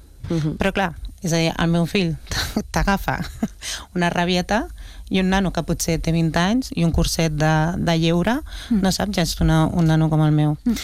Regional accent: Montcada i Reixac, Catalonia, Spain; Jo sóc de Montcada

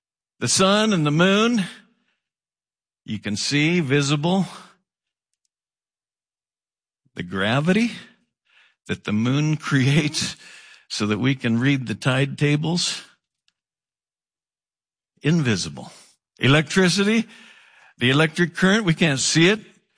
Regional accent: Oregon, United States; I grew up in Oregon. And I'm getting old.

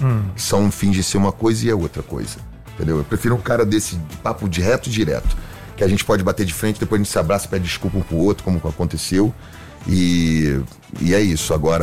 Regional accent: Rio de Janeiro, Brazil; aí falou de um jeito diferente comigo, sou carioca

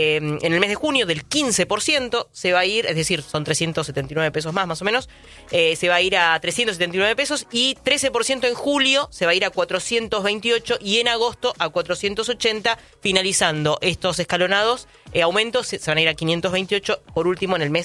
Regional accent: Catamarca, Argentina; yo que soy de Catamarca

